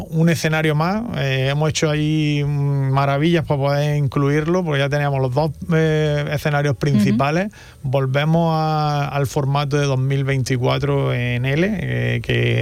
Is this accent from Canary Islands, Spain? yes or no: no; Almería, Andalusia, Spain; nosotros somos también entre almerienses